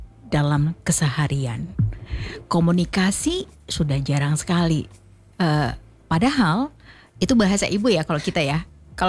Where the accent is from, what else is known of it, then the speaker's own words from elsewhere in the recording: Aceh, Indonesia; first language Acehnese; Indonesian is a second language; kita orang Aceh gitu ya atau kita Indonesia gitu.